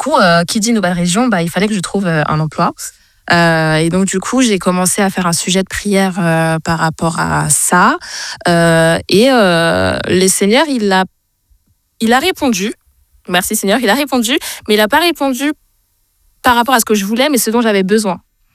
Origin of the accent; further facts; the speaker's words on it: Île-de-France, France; Je viens de la région parisienne.